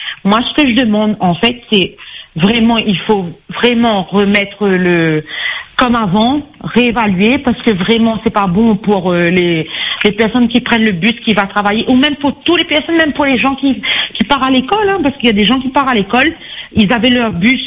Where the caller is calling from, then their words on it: Saint-Leu, Réunion; on est de Saint-Leu